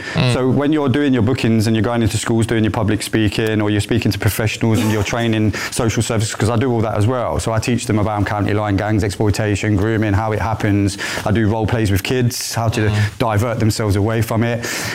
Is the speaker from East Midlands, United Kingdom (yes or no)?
yes; Nottingham, East Midlands, United Kingdom; moved away; So I'm from Nottingham originally